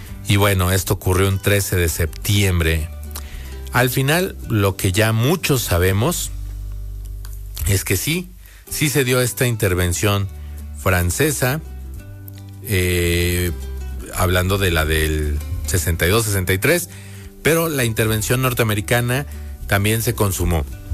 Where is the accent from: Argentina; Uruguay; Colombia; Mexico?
Mexico; nos dio tantos derechos como mexicanos